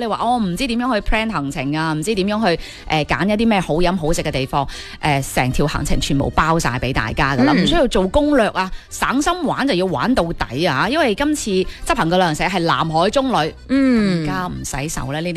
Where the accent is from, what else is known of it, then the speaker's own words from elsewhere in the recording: Guangdong, China; 其实佢嘅饮食同我哋广东人系非常之近似。